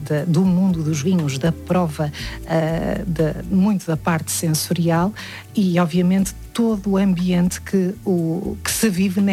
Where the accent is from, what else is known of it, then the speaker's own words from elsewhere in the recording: Santa Maria da Feira, Aveiro, Portugal; porque originalmente eu sou de Santa Maria da Feira